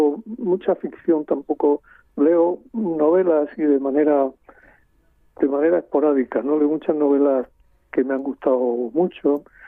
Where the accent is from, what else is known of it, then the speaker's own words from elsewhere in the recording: Spain; moved away; also born or lived in New York; soy bastante más español de lo que pensaba y bastante más europeo